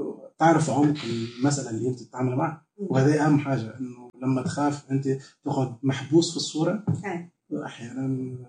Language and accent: Arabic; Sousse, Sousse Governorate, Tunisia; من سوسة، مولود في سوسة، دونك بيئتي بيئة تونسية عادية جدا